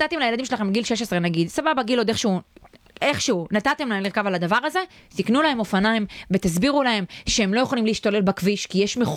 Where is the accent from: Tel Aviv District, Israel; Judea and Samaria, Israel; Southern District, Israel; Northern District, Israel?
Northern District, Israel; Kfar Tavor; אני גדלתי במושב